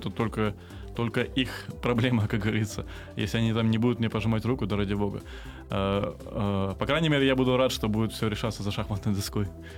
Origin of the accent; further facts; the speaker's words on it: Crimea, Ukraine; moved away; also born or lived in Kramatorsk, Donetsk Oblast; я сам крымчанин. Как я мог не поддержать Крым, если у меня там живут родители, родственники, друзья.